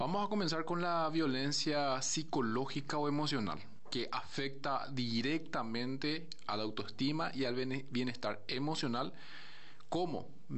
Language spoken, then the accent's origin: Spanish; Paraguay; acá como paraguayo